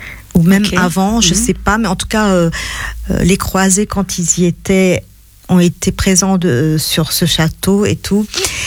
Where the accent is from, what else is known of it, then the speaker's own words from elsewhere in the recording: South Governorate, Lebanon; also born or lived in Beirut; en fait, je suis originaire du sud.